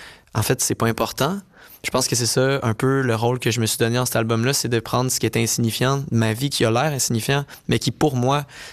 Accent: Saint-Hyacinthe, Quebec, Canada; je viens de Saint-Hyacinthe au Québec, au Canada.

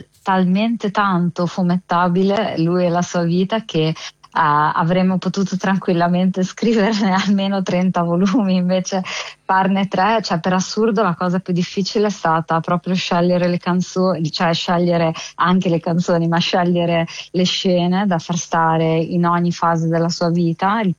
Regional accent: Emilia-Romagna, Italy; accent: Emilian; io credo che si senta dall'accento, sono emiliana come

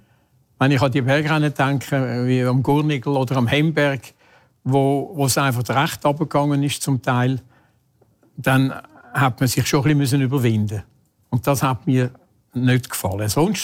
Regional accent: Zurich, Switzerland; wir sind im Seefeld aufgewachsen miteinander in Zürich

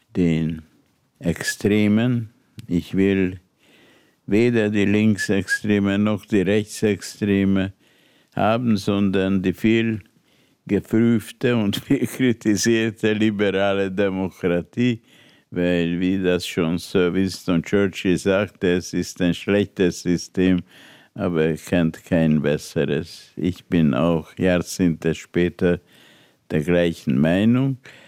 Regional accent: Budapest, Hungary; moved away; Und ich bin in Budapest geboren, Schule gegangen, habe Gymnasium mit Auszeichnung beendet

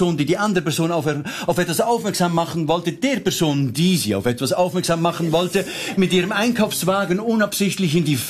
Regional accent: Switzerland; Ich komme aus der Schweiz.

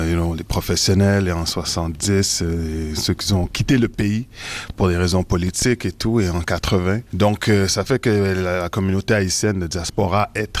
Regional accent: Montreal, Quebec, Canada; born there; je suis né à Montréal, de parents d'origine haïtienne.

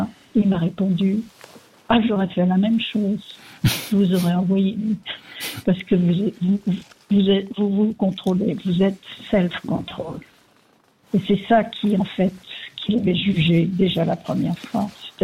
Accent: France; also born or lived in Paris; now in Rome, Italy; J'ai vécu dans beaucoup de capitales. Je suis française. Je vis à Rome et j'ai vécu à Paris. J'ai vécu dans d'autres capitales du monde.

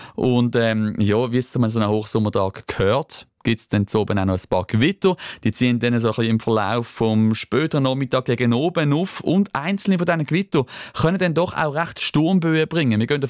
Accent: Romandy, Switzerland; Ich denke beispielsweise gerade an meine Heimat, dort nach Westschweiz

